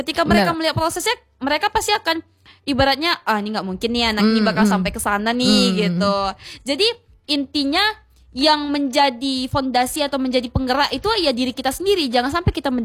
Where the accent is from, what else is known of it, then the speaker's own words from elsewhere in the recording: Sumatra, Indonesia; kita orang Sumatera